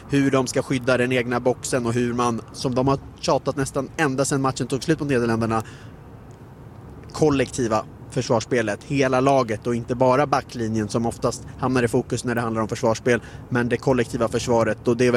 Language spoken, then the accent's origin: Swedish; Sweden